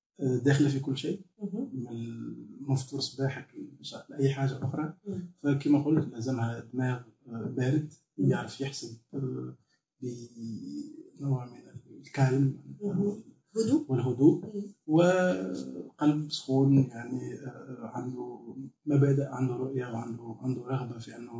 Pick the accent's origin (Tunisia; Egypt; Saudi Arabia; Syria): Tunisia; Sousse, Sousse Governorate; بيتي من سوسه، مولود في سوسه، دونك بيتي بيئه بتونسيه عاديه جدا